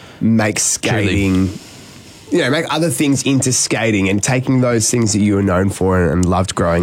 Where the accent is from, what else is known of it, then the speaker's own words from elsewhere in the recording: Australia; moved away; also born or lived in United Kingdom; when you're in the UK, I was known as the Australian guy.